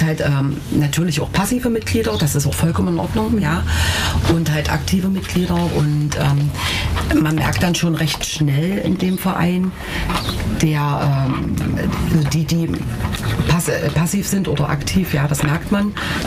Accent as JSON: {"language": "German", "town": "Naundorf", "country": "Germany", "lives_now": "Lettewitz, Germany", "said": "Na und ich wohne seit 16 Jahren in Lettewitz, bin ursprünglich aus Naundorf."}